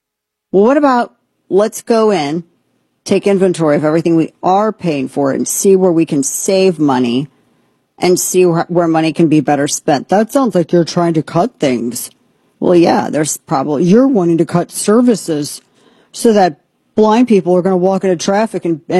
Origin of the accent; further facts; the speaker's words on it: the Ozarks, United States; I'm not saying this is a pejorative, but I'm from Ozarks.